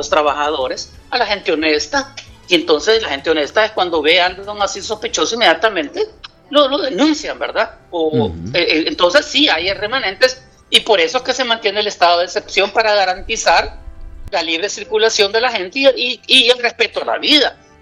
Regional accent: El Salvador

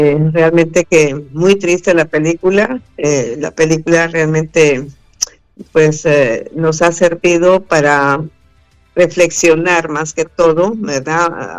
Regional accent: San Pedro Sula, Cortés, Honduras; soy de San Pedro Sula. Estoy aquí en Madrid por la premier de la película.

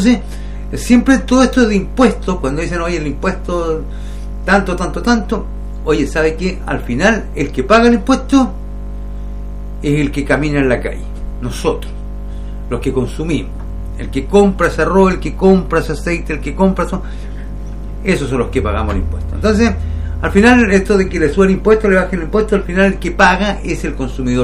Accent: Chile

